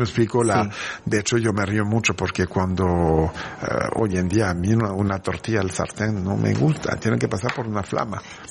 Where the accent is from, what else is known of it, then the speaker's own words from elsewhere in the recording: Provence-Alpes-Côte d'Azur, France; Spanish is a second language; now in Mexico; Yo soy del sur de Francia, de la Costa Azul.